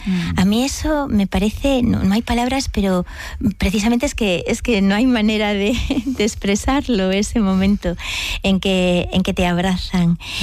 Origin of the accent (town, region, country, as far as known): Galicia, Spain